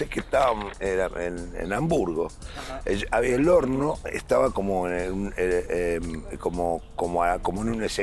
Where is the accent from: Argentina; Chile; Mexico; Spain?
Argentina; Buenos Aires; no conocí a la Recoleta en Buenos Aires, que yo soy de Buenos Aires, ¿no? Como todo el mundo lo sabe.